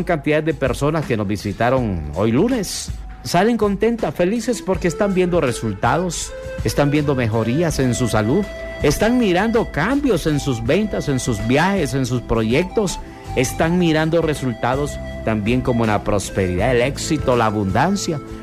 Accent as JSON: {"language": "Spanish", "country": "Peru", "lives_now": "Honduras", "said": "Venimos desde Perú, somos peruanos."}